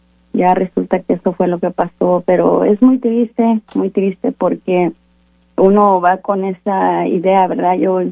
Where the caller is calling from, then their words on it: Seattle, Washington, United States; Yo estoy en Seattle.